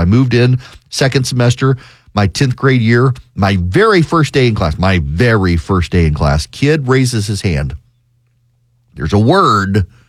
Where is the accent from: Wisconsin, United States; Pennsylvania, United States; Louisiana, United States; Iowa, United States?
Louisiana, United States; also born or lived in overseas; Louisiana, my home state of Louisiana. Y'all, I grew up overseas. I got home.